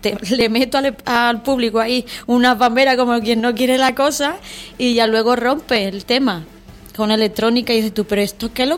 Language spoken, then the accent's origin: Spanish; Utrera, Andalusia, Spain; vamos a Utrera, vamos a hacer algo especial porque es mi pueblo